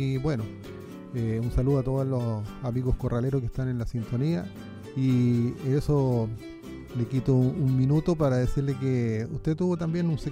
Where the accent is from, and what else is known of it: Chile